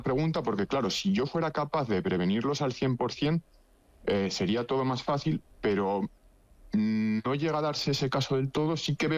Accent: Logroño, La Rioja, Spain; yo soy de Logroño

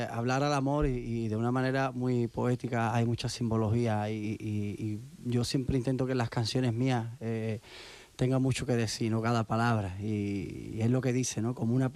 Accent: Mairena del Alcor, Andalusia, Spain; Sí, viva mi pueblo, viva mi tierra, una tierra de cante, de flamenco.

